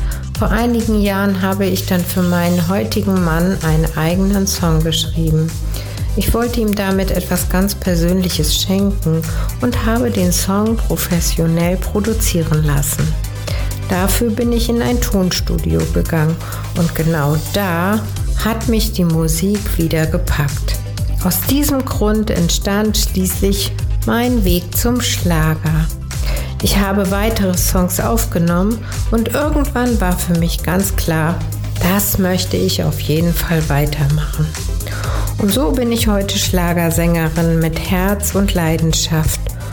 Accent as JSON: {"language": "German", "country": "Germany", "tie": "born or raised there", "moved": "as an adult", "lives_now": "Southern Lower Saxony, Germany", "said": "Meine musikalische Geschichte hat eigentlich schon in meiner Kindheit im Harz begonnen. Ich habe viele Jahre in einer Harzer Brauchtumsgruppe gesungen und gejodelt."}